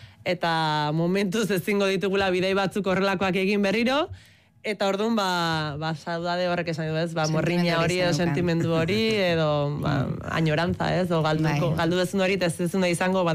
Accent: Ibarra, Basque Country, Spain; Eta gero, ni Ibarrakoa naiz, eta nola ez Ibarrako piparra.

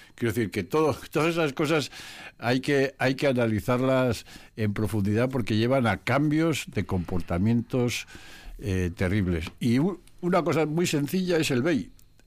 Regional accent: Basque Country, Spain; now in Vitoria-Gasteiz, Spain; mi pueblo, allá cerca de Vergara

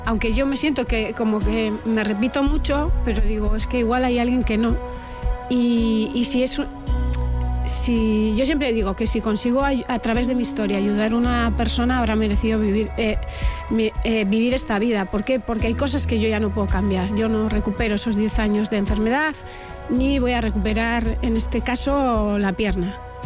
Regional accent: Mungia, Basque Country, Spain; born or raised there

